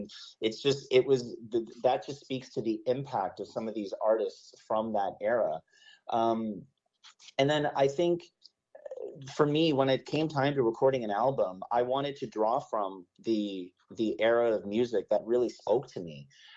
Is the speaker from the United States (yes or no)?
no; Vancouver, British Columbia, Canada; I was born and raised in Vancouver, grew up. I know the Lower Mainland. You know, I've lived in various parts of the city and actually attended UBC.